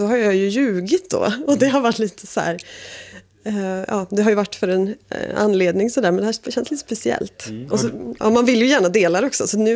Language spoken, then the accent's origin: Swedish; Torsby, Värmland, Sweden; now in Gothenburg, Sweden; och jag är från Värmland men jag bor i Göteborg och jag jobbar som konstnär.